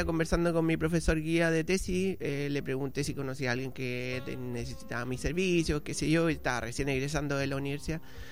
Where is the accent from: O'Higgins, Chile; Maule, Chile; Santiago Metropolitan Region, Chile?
O'Higgins, Chile; Peumo; also born or lived in San Vicente de Tagua Tagua; yo soy oriundo de la ciudad de Peumo, en la región de O'Higgins. Estudié en San Vicente de Tahuatahua, en un colegio que se llama Colegio El Salvador.